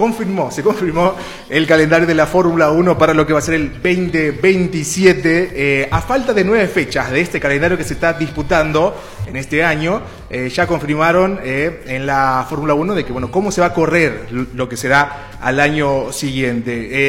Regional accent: Argentina; El único que tenemos las esperanzas en plano Libertadores como argentinos es Estudiantes de La Plata.

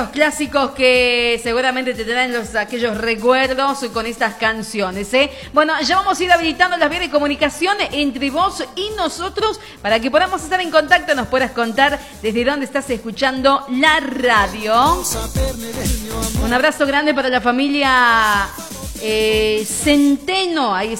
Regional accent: Santiago del Estero, Argentina

